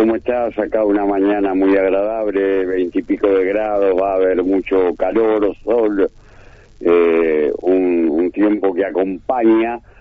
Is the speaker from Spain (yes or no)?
no; Uruguay